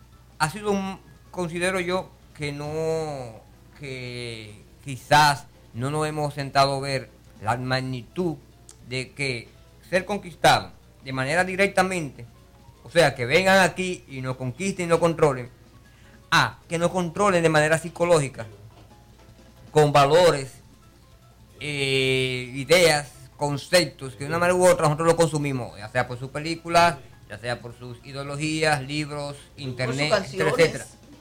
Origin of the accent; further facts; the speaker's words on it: Dominican Republic; primeramente con uno mismo, como ciudadano dominicano